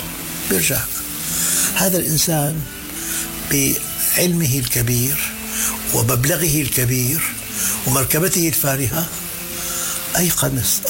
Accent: Syria; أنا أقول عن بلدي سوريا

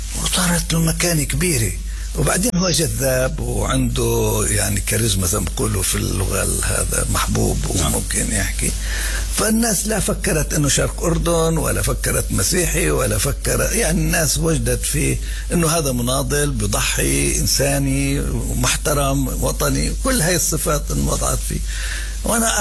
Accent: Jerusalem, Palestine; أنا من القدس

